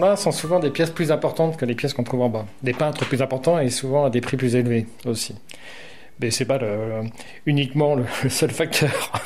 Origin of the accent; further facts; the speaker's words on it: Concarneau, Brittany, France; Moi, je suis de Concarneau